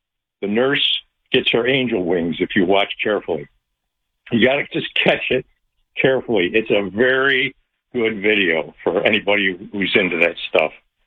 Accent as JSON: {"language": "English", "region": "New York", "country": "United States", "said": "New York. Yeah, I'm from New York, so that's why we went."}